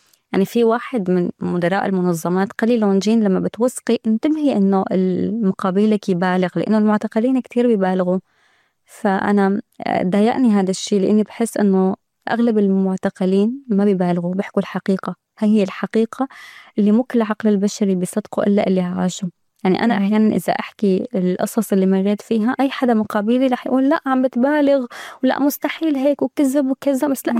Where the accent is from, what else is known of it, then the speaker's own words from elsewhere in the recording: Syria; moved away; يمكن يعني أنا طلعت من سوريا، عم بدرس، عم بشتغل، أهلي حدي